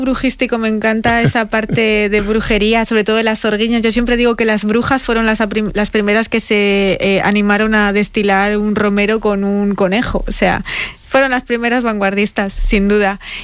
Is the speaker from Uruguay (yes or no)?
no; Laguna de Duero, Castile and León, Spain; yo soy de Laguna de Duero, un pueblo muy pequeñito dentro de Valladolid, pequeñito, tiene 20.000 habitantes, pero bueno, un pueblo, Castilla Profunda